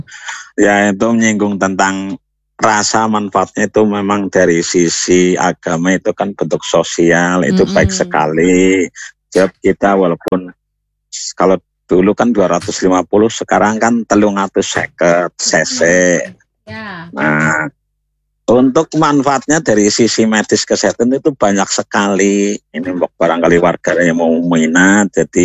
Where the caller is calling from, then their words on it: Banyumas, Central Java, Indonesia; Kali Bagor mbak.